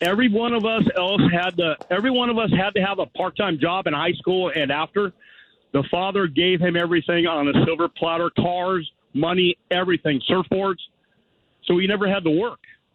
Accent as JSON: {"language": "English", "town": "El Segundo", "region": "California", "country": "United States", "tie": "born or raised there", "said": "I grew up in El Segundo, and the richest family in town, they own multiple houses here."}